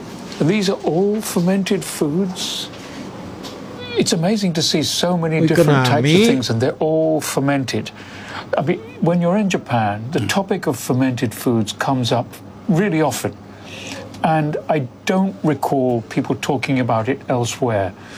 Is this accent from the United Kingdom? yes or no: yes; England, United Kingdom; moved away; where I grew up in England